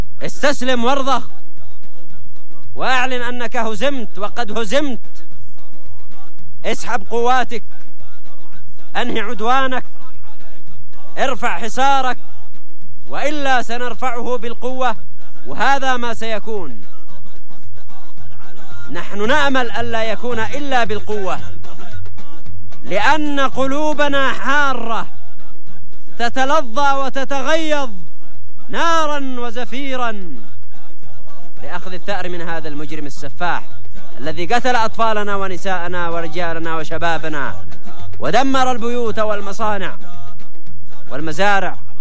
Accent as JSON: {"language": "Arabic", "country": "Yemen", "said": "بكيل، نحن همدان، نحن تبع، نحن اليمنيون الأنصار."}